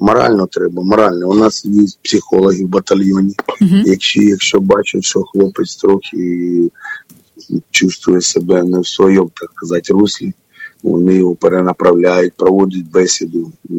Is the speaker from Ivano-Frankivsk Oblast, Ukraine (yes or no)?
no; Chernihiv, Chernihiv Oblast, Ukraine; Я сам з Чернігова